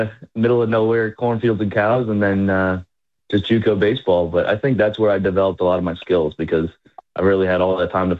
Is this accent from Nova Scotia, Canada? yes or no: yes; Cole Harbour, Nova Scotia, Canada; hockey was a big influence for me because I grew up in Cole Harbour, Nova Scotia. So hometown of Sidney Crosby, Nathan MacKinnon.